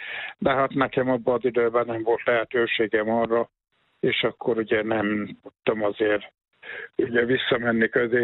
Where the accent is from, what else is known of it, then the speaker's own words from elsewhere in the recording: Taliándörögd, Veszprém County, Hungary; moved away as an adult; 31-2 évig éltem ott. A gyerekkorom nagyon szép, gyerekkorom volt ott. Töltöttem Talján Dörögdön.